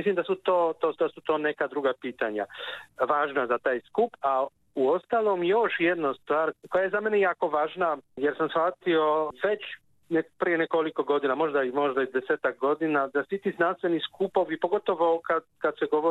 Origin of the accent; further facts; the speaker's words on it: Kraków, Lesser Poland, Poland; mi smo obojica iz Krakova